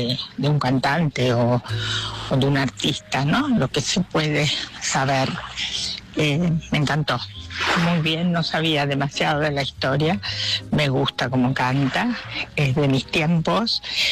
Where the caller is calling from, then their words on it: Italy; de Italia.